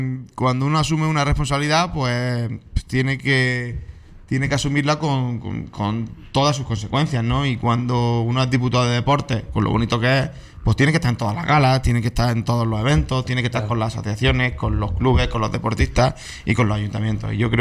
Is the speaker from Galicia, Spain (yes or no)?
no; María, Andalusia, Spain; Yo creo que mi familia y yo somos más felices allí y por eso decido vivir allí. Creo que mis hijos quiero que crezcan como yo crecí en su día y por eso decido que mi proyecto de vida pues sea en mi pueblo